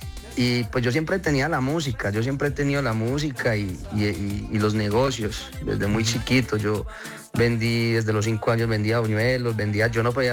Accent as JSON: {"language": "Spanish", "town": "San Carlos", "country": "Colombia", "tie": "born or raised there", "said": "mi mamá me manda a presentarme un festival de la canción allá en San Carlos, en mi tierra natal, y voy y me presento y me lo gano."}